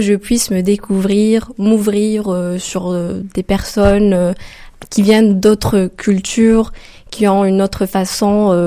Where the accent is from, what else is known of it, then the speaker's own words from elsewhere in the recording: Morocco; moved away as an adult; now in Reims, France; je suis étudiante à Neoma Business School. Je suis originaire du Maroc